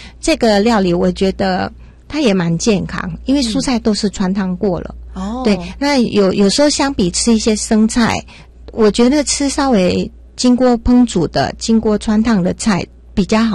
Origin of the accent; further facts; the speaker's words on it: Indonesia; now in Taiwan; 在印尼也都这样吃花生长大的